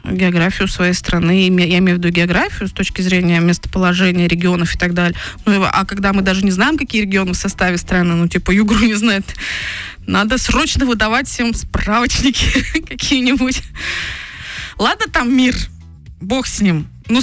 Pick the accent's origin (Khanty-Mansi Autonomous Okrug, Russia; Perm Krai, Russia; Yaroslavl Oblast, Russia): Khanty-Mansi Autonomous Okrug, Russia; Surgut; Мы такие, Югра, Сургут, ну, Сургут просто самый крупный город, все его знают.